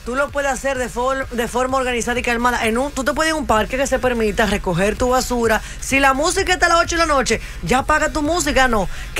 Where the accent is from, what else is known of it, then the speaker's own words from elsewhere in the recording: Dominican Republic; now in Bronx, United States; como dominicana, residente del Bronx